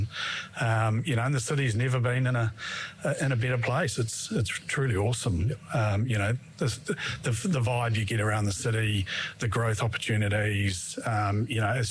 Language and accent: English; Christchurch, Canterbury, New Zealand; moved away as an adult; also born or lived in Canada / Wellington / Auckland / South Korea; Been here most of my life. Yeah. I grew up in Christchurch and my family's from Christchurch. I probably spent about 18 years outside of Christchurch, predominantly in Wellington, then Auckland, and did some time up in Asia, South Korea.